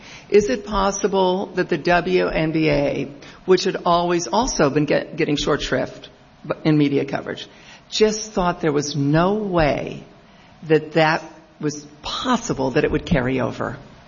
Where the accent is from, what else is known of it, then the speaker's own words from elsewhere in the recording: United States; as an American